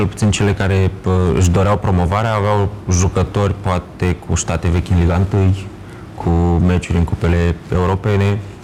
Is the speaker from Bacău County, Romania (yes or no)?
yes; Bacău, Bacău County, Romania; eram de acolo, eram din Bacău, eram din acel club.